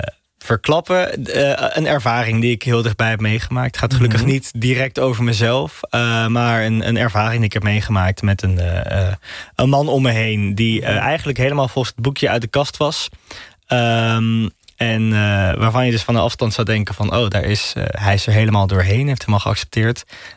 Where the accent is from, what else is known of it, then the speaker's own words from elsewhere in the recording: Amsterdam, North Holland, Netherlands; ik ben geboren en opgegroeid in de Bijlmer, maar uiteindelijk naar school gaan in Amsterdam Oud-Zuid, wat ook een hele andere wereld is.